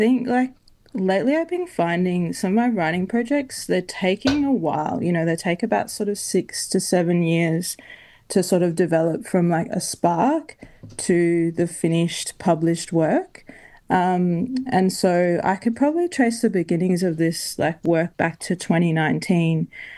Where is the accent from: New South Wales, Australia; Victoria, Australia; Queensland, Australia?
Queensland, Australia; from the perspective of, you know, being a Queenslander, being a queer person, being a black fella.